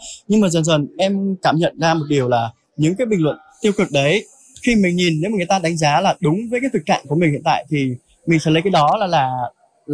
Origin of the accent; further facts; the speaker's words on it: Đắk Lắk, Vietnam; hiện tại thì em đang sinh sống ở xã Erong, Đắk Lắk. … là biệt danh ấy.